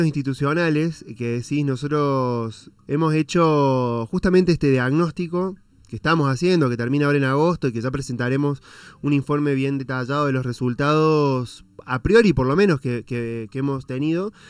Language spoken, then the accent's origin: Spanish; Charbonier, Córdoba, Argentina; a quienes somos de Charbo